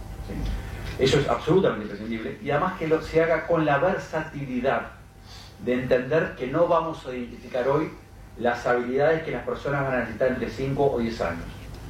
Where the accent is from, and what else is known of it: Uruguay